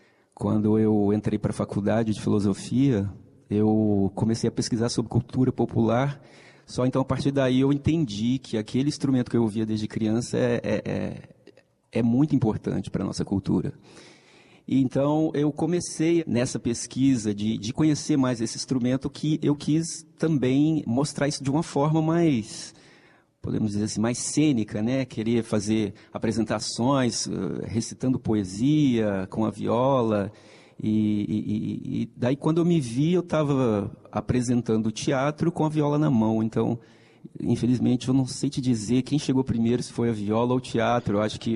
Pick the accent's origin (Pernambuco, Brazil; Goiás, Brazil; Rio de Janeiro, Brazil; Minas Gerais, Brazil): Minas Gerais, Brazil; Eu sou do interior de Minas, e então é natural que desde criança eu tivesse contato com as folias de reis, com as congadas e, consequentemente, com os violeiros tradicionais, né?